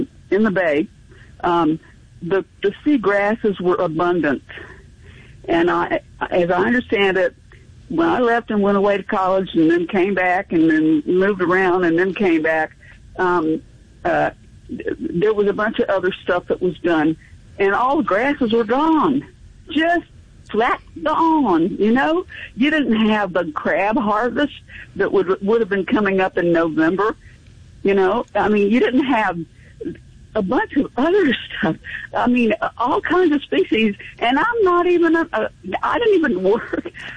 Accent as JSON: {"language": "English", "town": "Mobile", "region": "Alabama", "country": "United States", "tie": "born or raised there", "said": "And I've grown up and lived in this area on and off my entire life."}